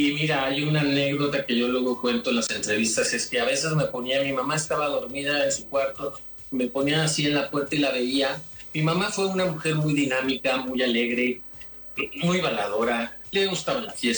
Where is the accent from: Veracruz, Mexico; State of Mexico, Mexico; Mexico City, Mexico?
Veracruz, Mexico; Poza Rica; born there; Yo empecé pues en la escuela, porque yo nací en Poza Rica, Veracruz.